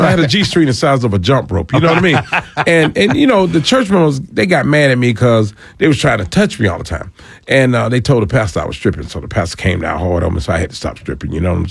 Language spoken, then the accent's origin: English; Atlanta, Georgia, United States; Born and raised in Atlanta, Georgia.